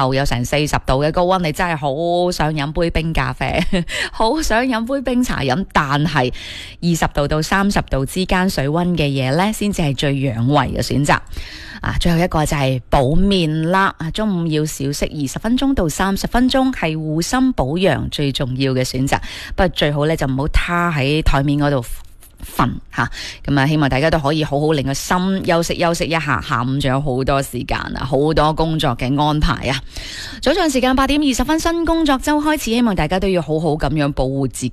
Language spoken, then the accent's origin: Cantonese; Guangdong, China; 我哋广东人都好智慧嘅。